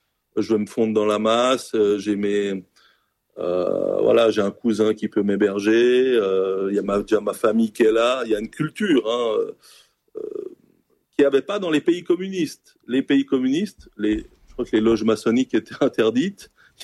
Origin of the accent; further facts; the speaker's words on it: Switzerland; born there; Il a trouvé un travail ici en Suisse, c'est pour ça que je suis né en Suisse.